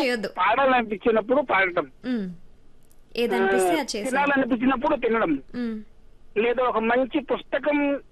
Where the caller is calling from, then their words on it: Guntur, Andhra Pradesh, India; నేను గుంటూరు నుంచి … మాట్లాడుతున్నానండి.